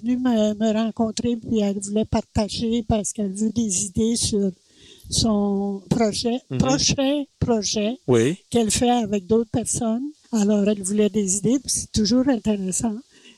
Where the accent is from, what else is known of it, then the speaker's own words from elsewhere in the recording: Saint-Malo, Manitoba, Canada; moved away; moi, je suis native de Saint-Malo.